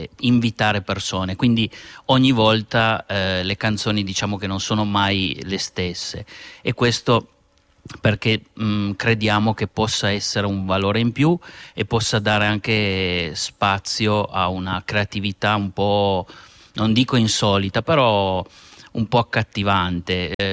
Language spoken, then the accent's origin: Italian; Piedmont, Italy; Ma allora, noi arriviamo dal saluzzese, siamo di Envie, di Barge